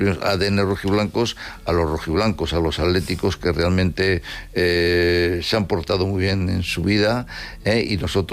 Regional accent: Madrid, Community of Madrid, Spain; la verdad que yo soy de Madrid

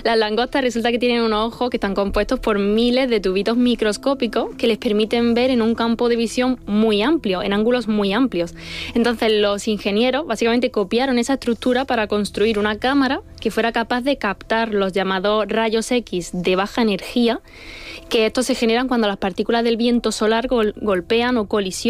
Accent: Andalusia, Spain; hasta mi tierra, hasta en Andalucía

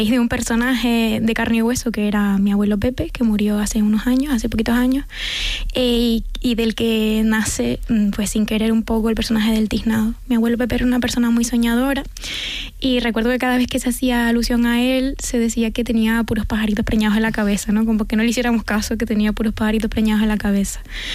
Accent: Canary Islands, Spain; siento como que yo tengo la suerte de vivir o haber vivido toda mi vida en un entorno rural

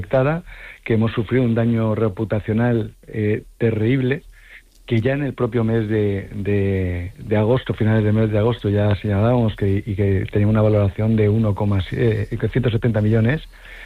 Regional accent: Madrid, Community of Madrid, Spain; yo soy madrileño

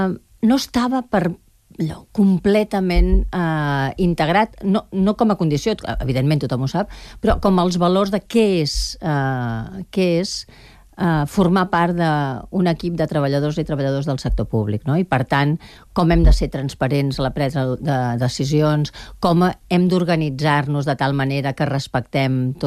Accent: Barcelona, Catalonia, Spain; jo sóc de Nou Barris

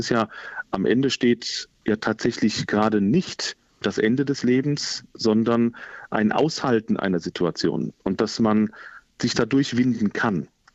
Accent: Limburg, Hesse, Germany; Tatsächlich auch meine Heimatstadt. Es ist immer was Besonderes, in Limburg zu sein. Ich bin da aufgewachsen, habe da musikalisch gehen gelernt.

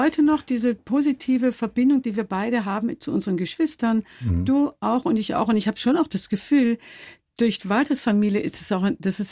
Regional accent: Baden-Württemberg, Germany; Ich komme aus dem Schwarzwald, mein Vater war Schuhmachermeister.

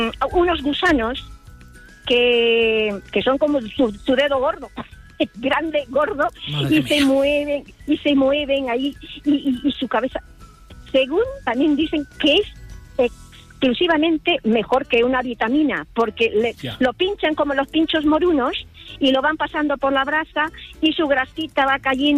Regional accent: Yurimaguas, Loreto, Peru; now in Madrid, Spain; Yo soy peruana, llevo aquí en España como 40 años, pero... Sí. En mi pueblo, en Yurimaguas, la selva amazónica de Perú, departamento de Loreto, y nuestra capital es Iquitos.

